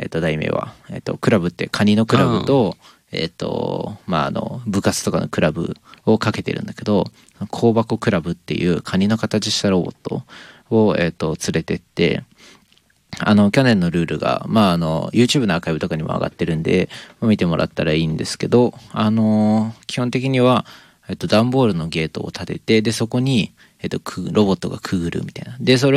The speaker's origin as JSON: {"language": "Japanese", "region": "Nagano", "country": "Japan", "tie": "born or raised there", "said": "まあ石川もね僕の地元僕長野なんですけど"}